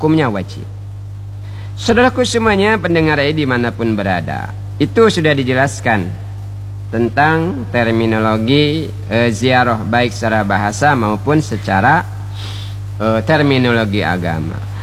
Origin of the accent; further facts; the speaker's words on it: Bangka Belitung Islands, Indonesia; kata kita orang Bangka.